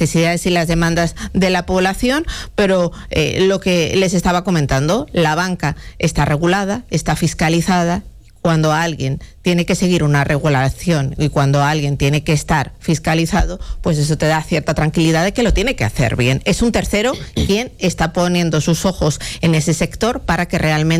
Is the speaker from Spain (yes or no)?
yes; Madrid, Community of Madrid, Spain; moved away as an adult; now in Dominican Republic; España, yo soy de Madrid.